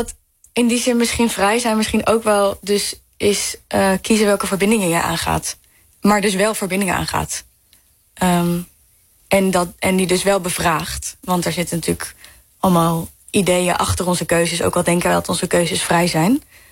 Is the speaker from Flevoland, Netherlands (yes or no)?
no; Arnhem, Gelderland, Netherlands; Ik kom zelf uit Arnhem, dus het is een beeld uit mijn jeugd.